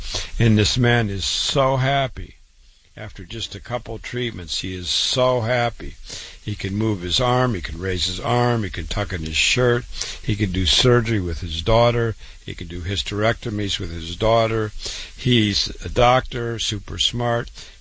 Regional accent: Waterloo, Iowa, United States; Born and raised in Waterloo, Iowa.

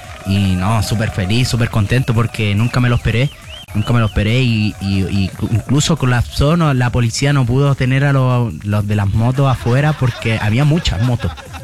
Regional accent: Chile; aquí yo tengo 20 años. Bueno, ya saben que soy de Chile

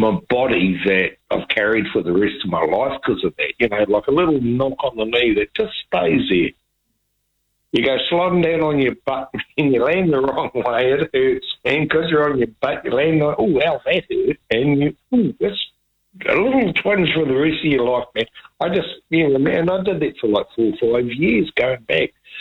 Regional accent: Manurewa, Auckland, New Zealand; I was raised in Manurewa. In South Auckland.

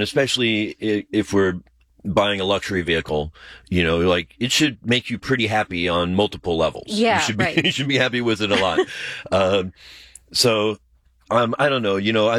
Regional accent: Iowa City, Iowa, United States; now in Michigan, United States; my hometown in Iowa City, Iowa

